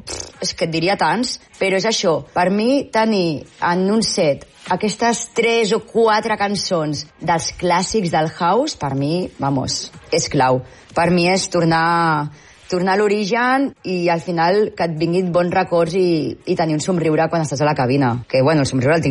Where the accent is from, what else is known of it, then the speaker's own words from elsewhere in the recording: Sitges, Catalonia, Spain; Per mi això és tornar al meu poble, a Sitges, jo sóc d'aquí